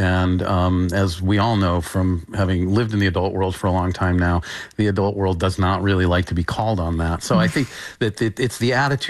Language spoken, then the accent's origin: English; New York, United States; I grew up in New York on the Upper East Side.